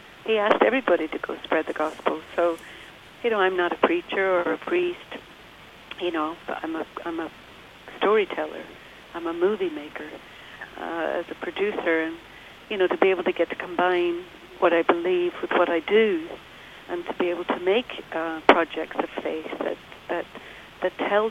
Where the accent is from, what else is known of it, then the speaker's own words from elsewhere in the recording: Ireland; moved away; When I was a girl growing up in Ireland